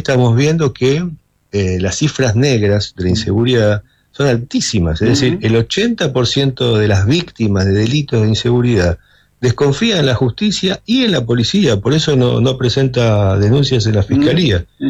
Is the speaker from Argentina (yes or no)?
yes; Argentina; somos argentinos